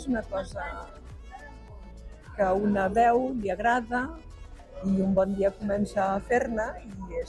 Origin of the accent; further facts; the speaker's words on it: Barcelona, Catalonia, Spain; born there; now in Arenys de Mar, Spain; Vaig néixer a Barcelona, però ja fa uns quants anys que visc a Arenys.